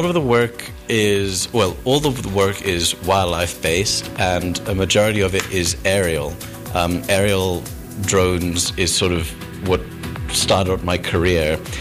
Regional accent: Eastern Province, Zambia; also born or lived in Australia; So I grew up in South Luangwa National Park at my family's safari lodge for a good portion of my life

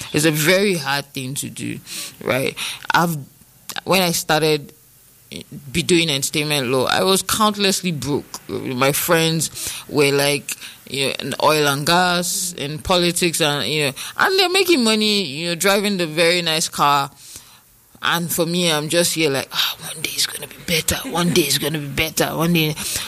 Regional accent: Nigeria; I'm Nigerian

